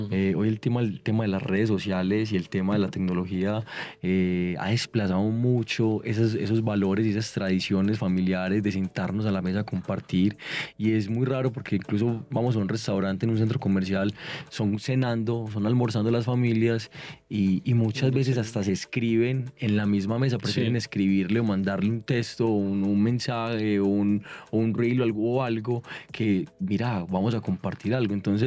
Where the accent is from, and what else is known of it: Colombia